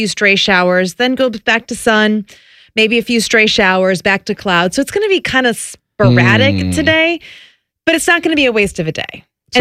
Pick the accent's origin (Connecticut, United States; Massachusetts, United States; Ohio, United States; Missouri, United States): Ohio, United States; Cleveland; born or raised there